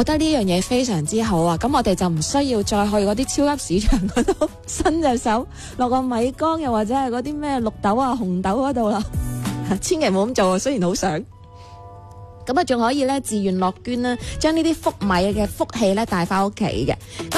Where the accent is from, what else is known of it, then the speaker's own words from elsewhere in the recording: Shunde, Guangdong, China; 土生土长的顺德人